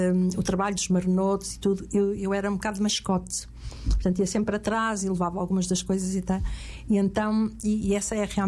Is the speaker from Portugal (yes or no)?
yes; Aveiro, Centro, Portugal; Da zona de Aveiro, em que eu vivi propriamente. Eu digo sempre que não sou das grandes avenidas, eu sou do Sal, da Ria do Sal, da Ria que entra sem cerimónia, não é?